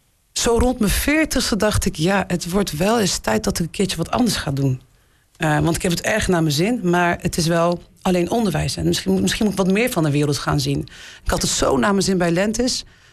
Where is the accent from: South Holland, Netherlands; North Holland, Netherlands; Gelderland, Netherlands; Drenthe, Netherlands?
South Holland, Netherlands; Rotterdam; born there; ik ben 43 jaar. Geboren in Rotterdam Centrum, op de Meent.